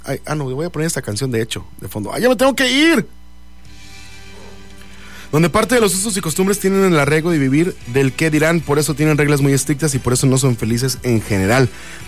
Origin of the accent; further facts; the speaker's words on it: Mexico; Yo sé que estoy tocando fibras sensibles y que estoy tocando ese orgullo mexicano. ¡Somos bien mexicanos!